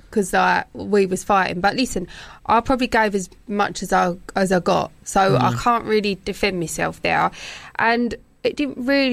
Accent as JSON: {"language": "English", "town": "Gravesend", "region": "South East England", "country": "United Kingdom", "said": "I'm from Gravesend."}